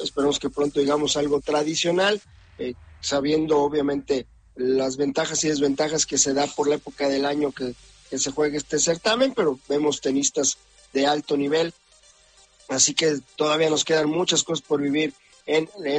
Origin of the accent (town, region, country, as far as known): Mexico